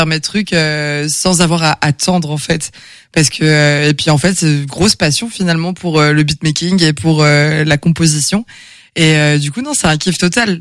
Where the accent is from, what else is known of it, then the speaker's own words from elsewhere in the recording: Angers, Pays de la Loire, France; je viens d'Angers, je suis auteure, compositrice et interprète.